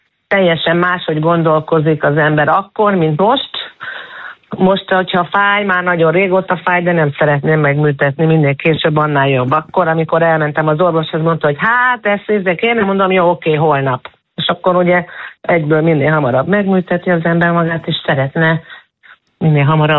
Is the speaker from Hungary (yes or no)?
yes; Hungary; moved away; also born or lived in Austria; magyar is vagyok, azóta is soha nem mondtam le magyar, mind a kettő a szívemben van, a himnusz pedig az osztrák himnusz szólt, de ugyanúgy benne van az én egész életem, aminek akkor nagy része Magyarországon zajlott